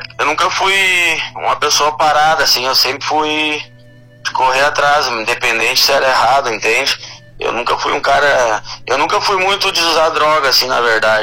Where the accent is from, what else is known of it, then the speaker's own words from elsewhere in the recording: Rio Grande do Sul, Brazil; moved away; Sim, eu sou do Rio Grande do Sul